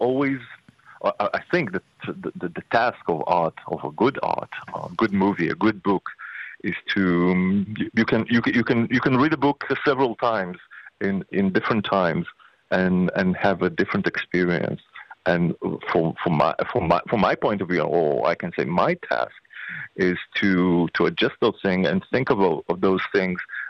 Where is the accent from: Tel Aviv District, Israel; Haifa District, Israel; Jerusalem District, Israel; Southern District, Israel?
Southern District, Israel; Ashdod; I was born in Ashdod and lived in Ashdod